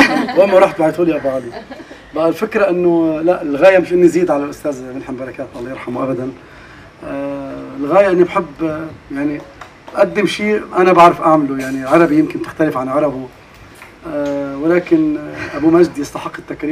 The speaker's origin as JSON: {"language": "Arabic", "country": "Lebanon", "said": "انا مواطن لبناني، هذا بلدي، هذا انا الوطن النهائي إلي، انا بدي اعيش فيه انا واولادي واولاد اولادي"}